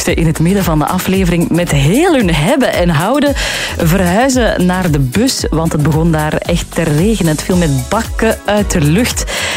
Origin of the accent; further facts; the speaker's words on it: Belgium; Inderdaad, wij mogen als Belgen weer heel fier zijn.